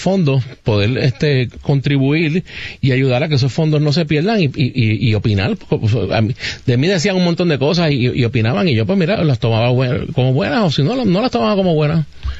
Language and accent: Spanish; Puerto Rico; Como exsecretario, como funcionario, como puertorriqueño.